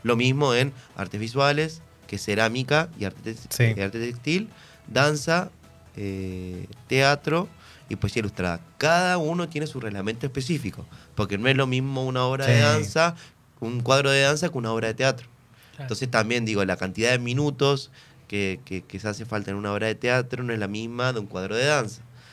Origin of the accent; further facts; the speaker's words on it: Paraná, Entre Ríos, Argentina; También eso tiene que ver con nuestra construcción como paranaense.